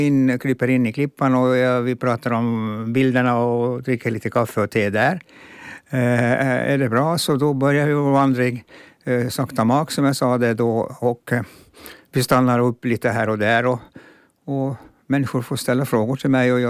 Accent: Finnby, Åland, Finland; first language fi; Swedish is a second language; Men jag brukar säga att mitt modersmål är egentligen finska, så att jag skyller ifrån mig lite på det. Jag kunde vara finska när jag var 3 år nämligen.

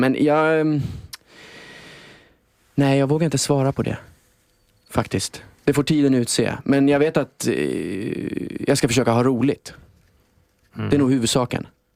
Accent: Finland; det är liksom första gången som någon har erkänt mig som svensk-finne.

